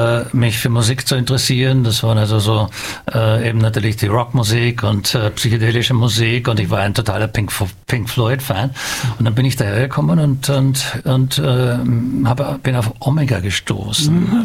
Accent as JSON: {"language": "German", "town": "Graz", "region": "Styria", "country": "Austria", "said": "ich bin aus Graz ursprünglich und ich habe sehr früh begonnen mit meiner Großmutter nach Ungarn zu fahren"}